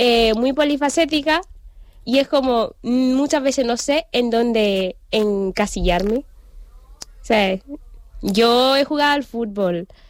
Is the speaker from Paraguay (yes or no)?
no; Malabo, Bioko Norte, Equatorial Guinea; moved away as an adult; now in Spain; Sí, nací en Malabo, 1997.